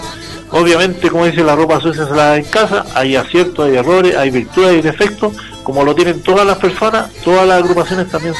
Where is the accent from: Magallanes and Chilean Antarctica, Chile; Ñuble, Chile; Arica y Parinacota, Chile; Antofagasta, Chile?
Arica y Parinacota, Chile; Arica; somos ariqueños, amamos Arica, ¿no es cierto? … pero claro, hoy día ser ariqueño es, también es ser pacha, también es ser de los Andes.